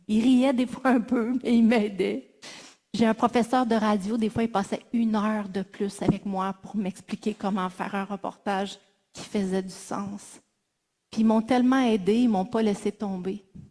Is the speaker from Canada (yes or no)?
yes; Saint-Dominique-du-Rosaire, Quebec, Canada; accent: accent de Saint-Dominique-du-Rosaire; moved away; also born or lived in Paris, France / Ottawa, Canada; C'est sûr que l'accent de Saint-Dominique-du-Rosaire, c'est comme une coche de plus hein, aussi.